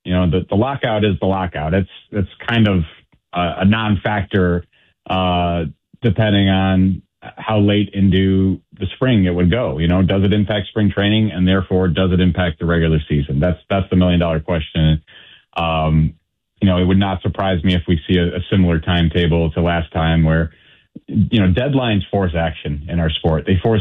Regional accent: Cleveland, Ohio, United States; And I grew up in Cleveland, and I see like the difficulty of trying to keep up with the Joneses.

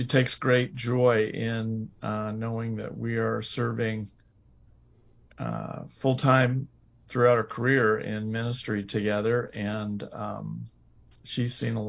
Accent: Moline, Illinois, United States; born or raised there; moved away

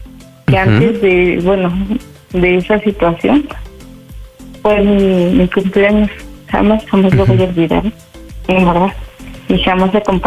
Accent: Tecámac, State of Mexico, Mexico; De Tecama, Estado de México.

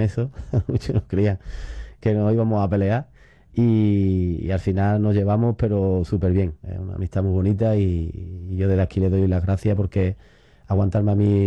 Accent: Sanlúcar de Barrameda, Andalusia, Spain; Yo soy de Sanlúcar y lo pongo mucho de ejemplo porque ahí hay un sentimiento hacia el sanluqueño grande, ¿no?

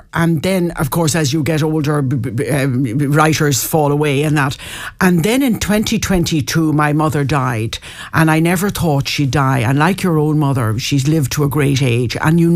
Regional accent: Foxford, County Mayo, Ireland; born there; No, I was not. I was born in Foxford in Mayo.

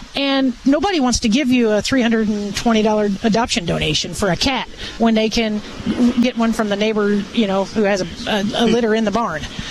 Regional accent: Buckhart, Illinois, United States; Born and raised in Buckhart.

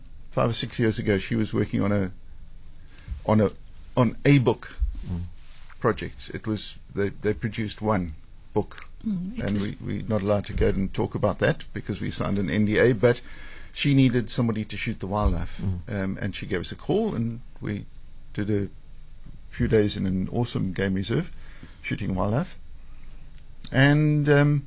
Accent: South Africa; As a South African red-blooded male

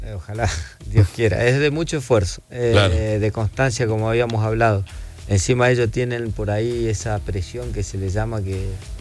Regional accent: Argentina; now in Mexico; Sí, sí, yo soy de sangre argentina.

